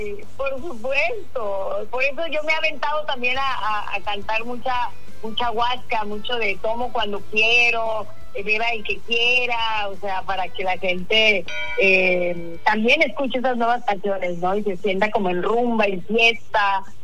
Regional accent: Mexico; also born or lived in Bogotá, Colombia; O sea, nací yo en Bogotá, pero me crié toda la vida en México

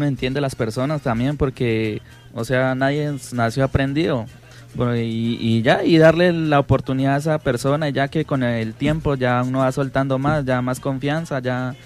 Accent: Santander de Quilichao, Cauca, Colombia; moved away as an adult; now in Morales, Colombia; yo soy de Santander de Quilichao, pero ya aquí en Morales en sí, yo viviendo ya más de 7 años ya. Prácticamente ya vivo acá en Morales.

